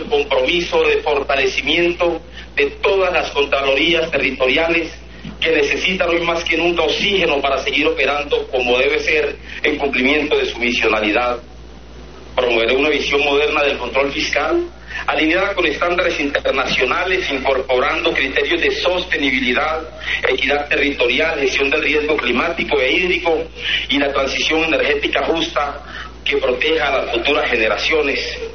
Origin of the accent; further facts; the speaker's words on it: Juradó, Chocó, Colombia; born there; Nací en Jurado, Chocó. Soy un colombiano hecho a pulso, formado desde la educación pública